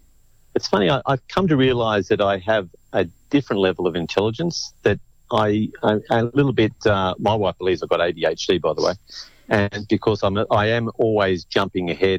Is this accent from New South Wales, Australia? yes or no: yes; New South Wales, Australia; born there; My grandfather built that cottage that I was born in on the Lane Cove River, but it was isolated and remote and full of ticks and all those type of things.